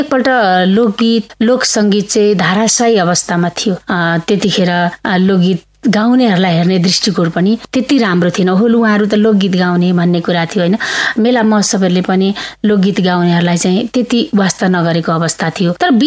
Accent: Dhankuta District, Koshi Province, Nepal; म जन्मिएको जिल्ला धनकुटा जिल्लाको पेरिफेरीमा मैले बालापनमा बिताएका अनुभूतिहरूलाई

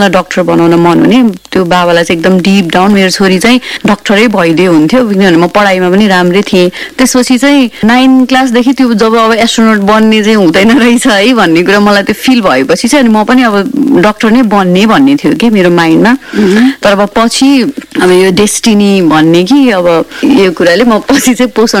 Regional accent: Kathmandu, Bagmati, Nepal; also born or lived in Jhapa; So जन्म चाहिँ त्यहाँ भयो, तर अब मेरो सम्पूर्ण म हुर्किने, मैले पढ्ने एभ्रिथिङ यतै काठमाडौँमै भएको हो।

